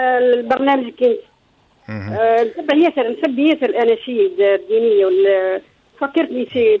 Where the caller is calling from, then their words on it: Sidi Bouzid, Tunisia; من سيدي بوزيد.